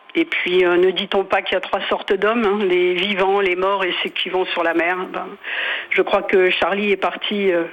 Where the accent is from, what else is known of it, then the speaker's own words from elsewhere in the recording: Les Sables-d'Olonne, Pays de la Loire, France; Oui, je suis née et j'ai grandi au Sable d'Olonne. Je suis fille et petite fille de marin